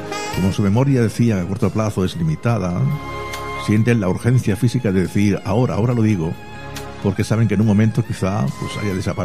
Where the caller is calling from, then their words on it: Barcelona, Catalonia, Spain; … de Barcelona.